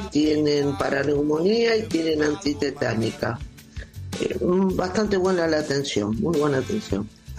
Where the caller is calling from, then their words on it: Buenos Aires, Argentina; acá en la Comuna 14, o sea, Palermo